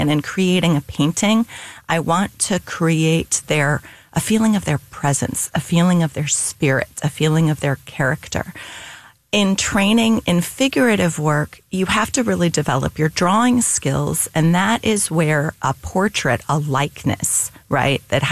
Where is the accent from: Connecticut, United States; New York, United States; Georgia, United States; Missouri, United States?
Missouri, United States; St. Louis; moved away as an adult; now in East Coast, United States; When I was growing up in St. Louis, there were really very few places that you could get this kind of classical education.